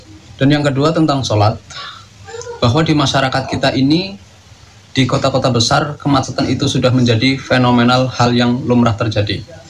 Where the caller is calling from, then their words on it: Kebumen, Central Java, Indonesia; Asal saya dari Kebumen.